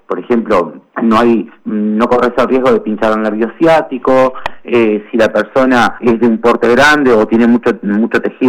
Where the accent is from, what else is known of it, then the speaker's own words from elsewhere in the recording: Río Branco, Cerro Largo, Uruguay; moved away as an adult; now in Montevideo, Uruguay; Sí, soy de Río Branco, Cerro Largo, y bueno, me crié por allá, y ahora hace 10 años que estoy acá en la ciudad de Montevideo